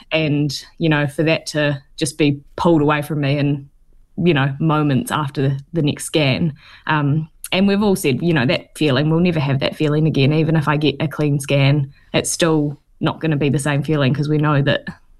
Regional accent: Canterbury, New Zealand; born or raised there

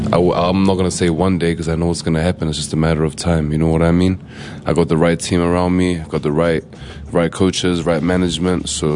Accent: Auckland, New Zealand; also born or lived in Tehran, Iran; I grew up here in New Zealand.

